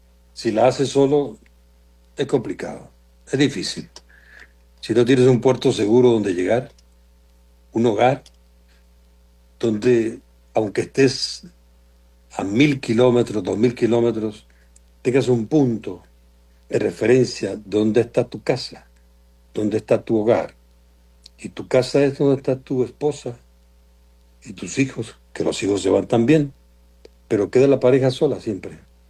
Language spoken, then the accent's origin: Spanish; Venezuela; estoy tan agradecido como venezolano.